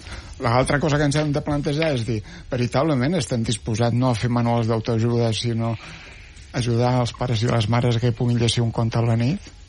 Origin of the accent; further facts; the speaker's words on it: Catalonia, Spain; És que jo, com sempre repeteixo, sóc un adolescent del Baix Llobregat de 79 anys.